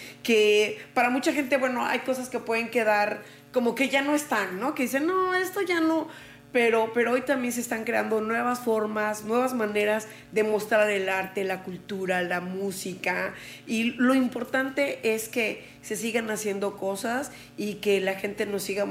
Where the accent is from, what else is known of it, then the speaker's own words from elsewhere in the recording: Ciudad del Carmen, Campeche, Mexico; esto se está haciendo aquí en mi tierra y yo no estaba enterada.